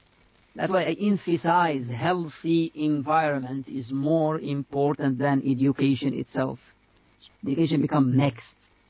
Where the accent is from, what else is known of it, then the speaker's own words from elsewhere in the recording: United Arab Emirates; I grew up in Emirates, not in Mauritania.